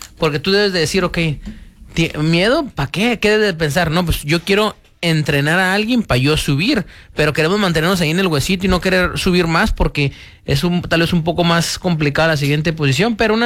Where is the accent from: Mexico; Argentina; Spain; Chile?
Mexico; now in United States; desde que venimos de México, sabemos que corremos ese riesgo